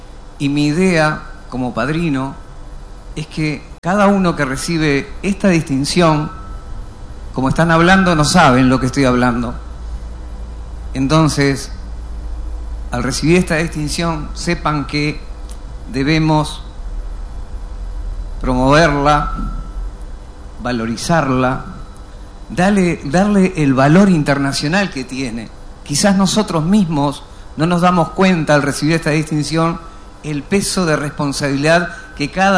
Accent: Uruguay; Gracias a estas personas que me permiten mostrar el premio Estrella del Sur de mi tierra oriental del Uruguay.

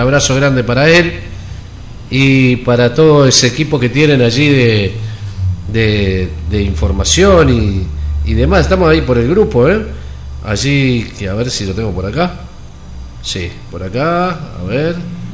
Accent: Montevideo, Uruguay; grandes recuerdos de esa infancia por acá, por la zona, recorriendo toda esa barriada linda que en aquel entonces era Carlos A. López, allá cerca de la Sacén, por aquellos lados, donde era todo quintas antiguamente, eran todos espacios grandes

